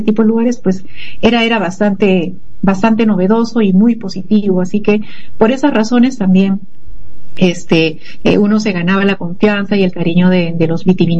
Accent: Peru

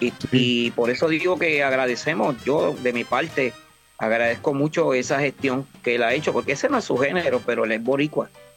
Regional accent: Peru; y visual bien chévere para mi pueblo de Perú, mano.

